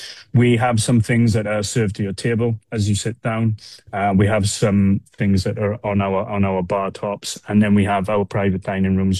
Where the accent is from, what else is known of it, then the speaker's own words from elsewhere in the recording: Wales, United Kingdom; which I'm Welsh originally, so lamb is kind of our pinnacle of our kind of food.